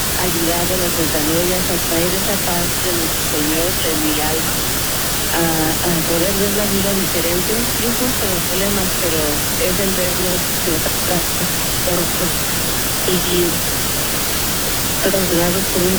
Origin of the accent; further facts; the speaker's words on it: San Diego, California, United States; Soy de San Diego, voy a la parroquia del Cuerpo de Cristo, Corpus Christi, algunas veces Santa Rosa de Lima